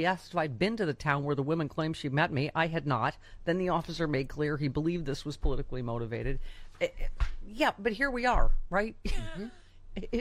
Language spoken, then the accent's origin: English; Lockport, New York, United States; Growing up in Lockport, New York, as I recall... Arby's was delicious